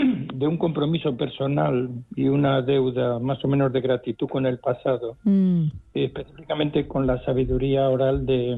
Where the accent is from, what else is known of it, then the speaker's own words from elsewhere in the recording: Alcázar de San Juan, Castilla-La Mancha, Spain; en nuestro pueblo, en Alcázar de San Juan, se dice que no hablamos, sino que allí lo que hacemos es sentenciamos